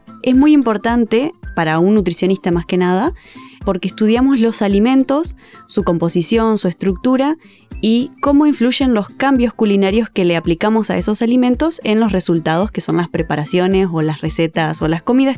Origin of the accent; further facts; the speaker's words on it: Entre Ríos, Argentina; Soy de Entre Ríos, no de la villa, pero sí de Entre Ríos, así que me quedé por la zona. Estudié nutrición acá en la universidad.